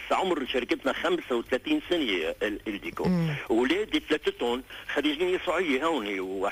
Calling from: Lebanon

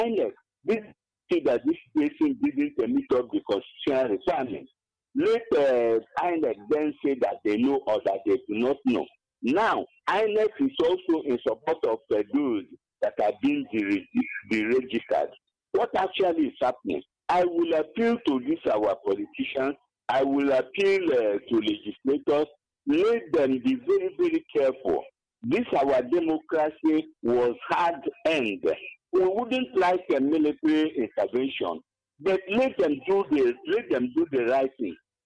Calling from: Abopani, Enugu State, Nigeria; I'm calling from Abopani, Enugu.

